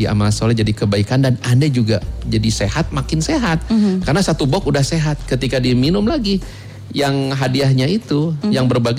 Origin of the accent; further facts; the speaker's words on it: Bandung, West Java, Indonesia; Saya orang Bandung, saya cinta Bandung